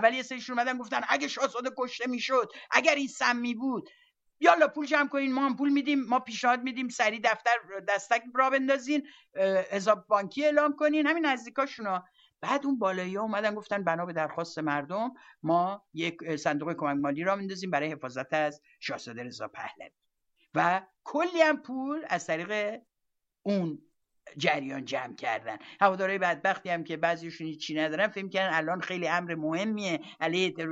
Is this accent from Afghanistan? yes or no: no; Iran; بالاخره ما ایرانی هستیم